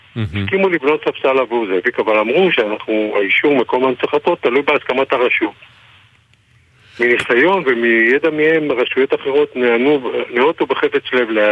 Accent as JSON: {"language": "Hebrew", "town": "Givatayim", "region": "Tel Aviv District", "country": "Israel", "tie": "born or raised there", "moved": "yes", "lives_now": "Ramat Gan, Israel", "said": "כי אנחנו ילידי, בעצם נולדנו בגבעתיים עוד"}